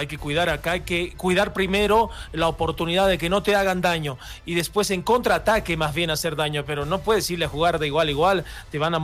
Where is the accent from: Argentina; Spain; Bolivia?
Bolivia; Nosotros somos bolivianos